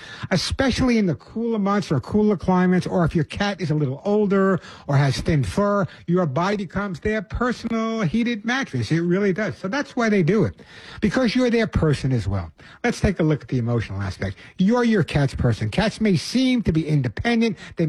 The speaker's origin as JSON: {"language": "English", "town": "Long Island", "region": "New York", "country": "United States", "said": "I'm from Long Island. There's no such thing as a dry heat."}